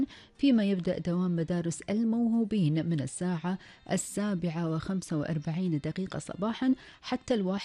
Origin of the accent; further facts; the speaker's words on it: Kuwait; وصلنا معاكم إلى فقرة أخبار ديرتنا الحبيبة الكويت وآخر المستجدات